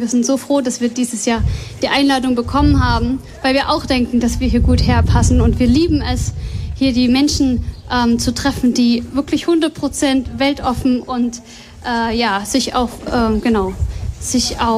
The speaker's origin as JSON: {"language": "German", "region": "Saxony", "country": "Germany", "moved": "yes", "lives_now": "Jena, Germany", "said": "ich komme eigentlich aus dem Erzgebirge, was ja schon kulturell auch nochmal ein anderer Kreis ist."}